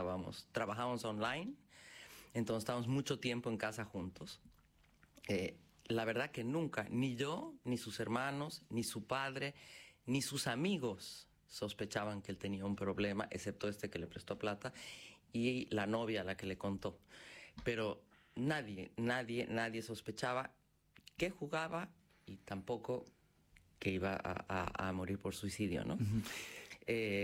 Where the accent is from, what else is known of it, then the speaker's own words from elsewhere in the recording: Bolivia; now in Argentina; Yo hablo como soy boliviana, hablo como boliviana, pero vivo hace 29 años aquí, entonces me siento argentina